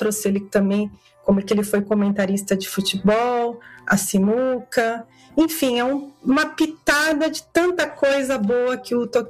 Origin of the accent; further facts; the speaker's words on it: Italy; Você sabe que eu sou italiana, então.